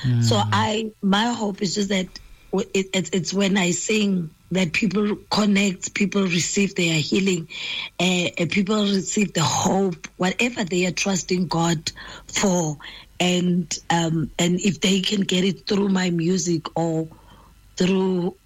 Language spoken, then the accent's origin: English; Northern Cape, South Africa; moved away as an adult; now in Johannesburg, South Africa; Born and raised in the Northern Cape.